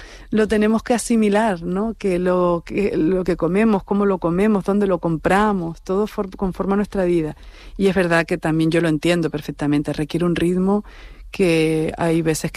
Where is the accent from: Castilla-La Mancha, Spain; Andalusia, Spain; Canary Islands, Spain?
Canary Islands, Spain; Garachico; born there; now in Madrid, Spain; en el de mi pueblo, en Garachico